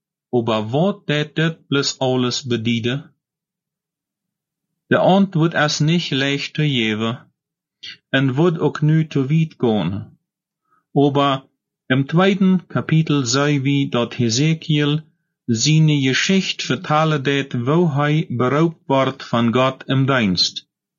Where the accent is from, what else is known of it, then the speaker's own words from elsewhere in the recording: Paraguay; Und wenn ich von dort weiter will, was in meiner Heimat in Paraguay oder in Deutschland für sich gehen wird, dann höre ich einfach die Nachrichten in der deutschen Wahl.